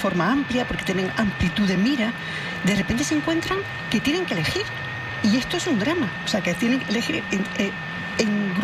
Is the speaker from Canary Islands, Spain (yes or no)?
no; Ceuta, Spain; Mira, yo vengo de Ceuta. Ceuta es un sitio que ahora mismo es un es